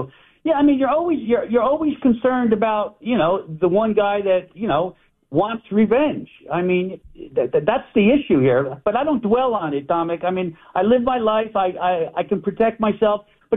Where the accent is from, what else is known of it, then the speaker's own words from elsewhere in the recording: New Jersey, United States; also born or lived in Florida; Once again, I was raised in New Jersey, but immediately after graduating my DEA academy, I was sent down to Florida and then overseas.